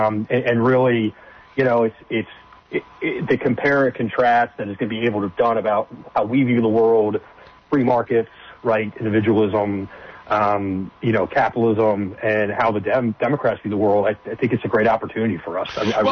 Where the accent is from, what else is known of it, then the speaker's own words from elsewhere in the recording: Germantown, Maryland, United States; I grew up right in Montgomery County on the other side.